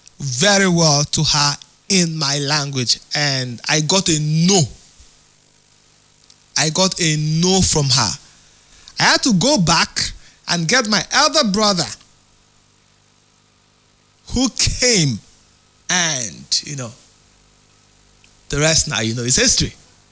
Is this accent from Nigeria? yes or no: yes; Rivers, Nigeria; English is a second language; I'm from Ikwerre actually